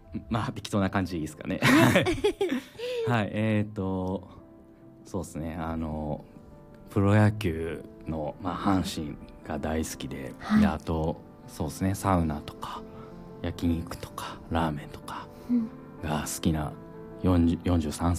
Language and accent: Japanese; Mie, Japan; moved away; 僕は厳密に言うと三重なんですよね